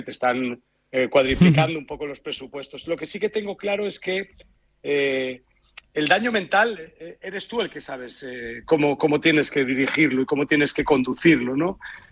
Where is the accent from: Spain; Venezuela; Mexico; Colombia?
Spain; Castile; piensa que soy castellano y entonces creo que al final siempre es más fácil sentir un poco pues este tipo de equipos que están en tu comunidad, ¿no?